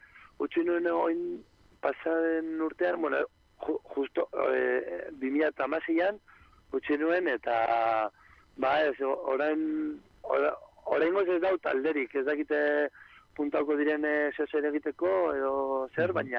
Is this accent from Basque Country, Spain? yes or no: yes; Bilbao, Basque Country, Spain; Osea, ni bilbotarra naiz eta kolorea hau ikusten dut, egunero.